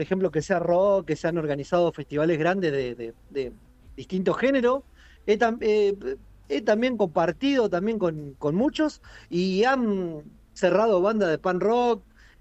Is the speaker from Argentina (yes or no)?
yes; San Nicolás, Buenos Aires Province, Argentina; born there; now in Rosario, Argentina; yo por ahí no soy rosarino, hace 12, 13 años que vivo acá en Rosario, o sea, yo nací en San Nicolás, acá una ciudad bastante cerca, 70 kilómetros